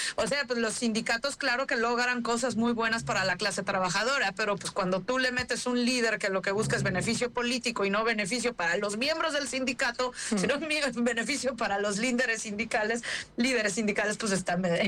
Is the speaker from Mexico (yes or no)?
yes; Mexico; nosotras hablamos de México como mexicanas.